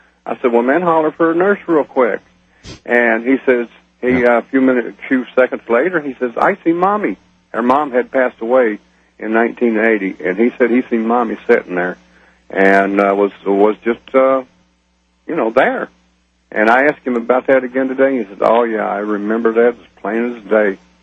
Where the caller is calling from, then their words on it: Detroit, Michigan, United States; I'm from Detroit area.